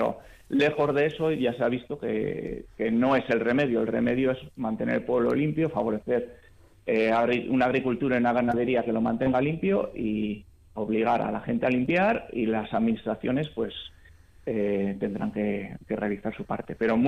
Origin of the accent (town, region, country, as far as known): Ourense province, Galicia, Spain